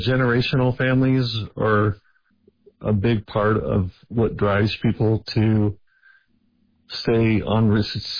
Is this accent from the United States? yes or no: yes; Pacific Northwest, United States; I grew up in the Pacific Northwest